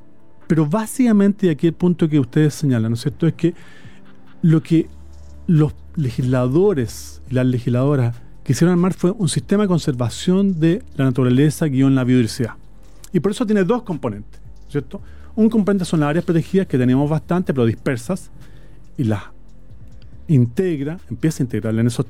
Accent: Chile; Los chilenos y chilenas consideramos que la naturaleza es nuestra identidad.

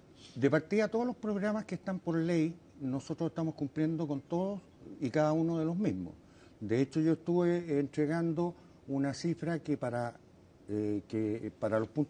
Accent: Basque Country, Spain; Bueno, es que a mí yo soy vasco y los vascos somos buenos para discutir.

